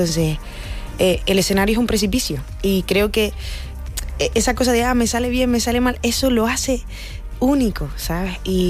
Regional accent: Canary Islands, Spain; accent: Canarian; moved away; Yo soy canaria desde que nací, llevo 14 años fuera, no se me ha ido una pizca el acento.

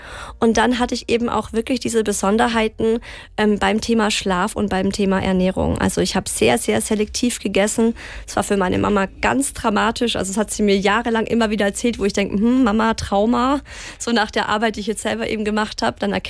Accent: Swabia, Germany; Ich komme ja aus dem Schwabenland.

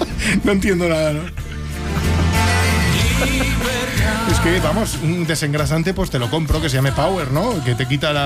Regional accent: Noia, Galicia, Spain; Pues soy de Noia, no soy de Chamberí.

